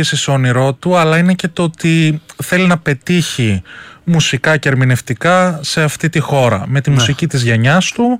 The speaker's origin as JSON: {"language": "Greek", "town": "Drama", "region": "Eastern Macedonia and Thrace", "country": "Greece", "said": "Είμαι, ναι, από τη Δράμα βέβαια, γι' αυτό κοντοχωριανή."}